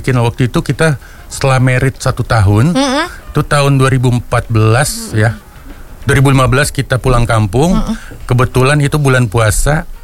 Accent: Pontianak, West Kalimantan, Indonesia; moved away as an adult; now in Jakarta, Indonesia; aku lahir di Pontianak. Tamat SMA ke Jakarta, cuma sempat balik sih berapa tahun.

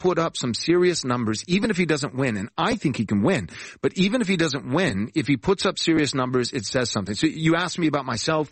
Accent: Texas, United States; And we moved out to Texas, back to my old stomping grounds, growing up, born and raised in Texas, and started a church in my living room

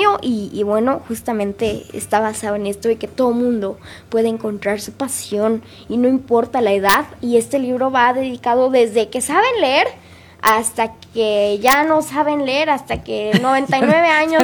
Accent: Querétaro, Mexico; born there; Yo soy de nacimiento queretano, pero de corazón regio, porque mis papás son regios

